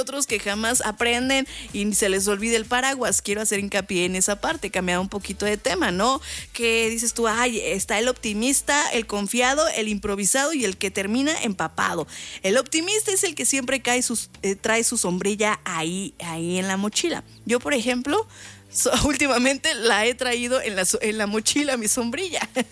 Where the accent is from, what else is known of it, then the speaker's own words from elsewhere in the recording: Morelia, Michoacán, Mexico; Y yo también desde Morelia. ¡Éale! Somos de Morelia para el mundo. De Morelia para el mundo y del mundo para Morelia.